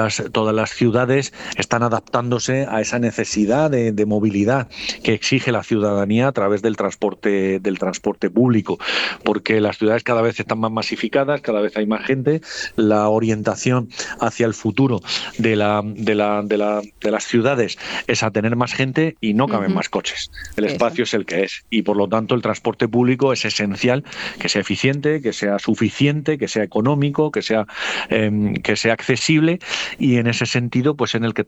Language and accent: Spanish; Alquerías, Region of Murcia, Spain; yo te pongo el ejemplo mío personal, si yo soy de Alquerías y tengo que venir a Murcia y me sale un autobús cada hora